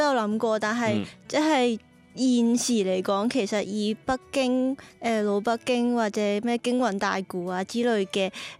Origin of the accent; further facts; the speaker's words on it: Macau; 咁我始終我係澳門人啦，咁即係我都係呢個大灣區長大，咁我覺得即係都係我最熟悉嘅語言同埋最熟悉嘅一個音樂體系咯。